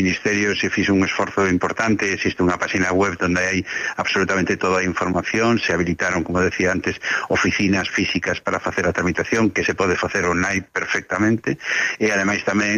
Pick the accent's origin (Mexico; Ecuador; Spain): Spain; Galicia; sobre todo en el caso de la Galega, que fuimos una comunidad eminentemente emigrante hasta ahora